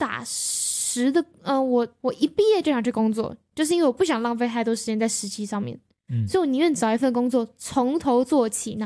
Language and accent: Chinese; Taipei, Taiwan; 我是一个很想从家里搬出去的人，但是我想在台北工作，但是我家在台北，所以就很麻烦。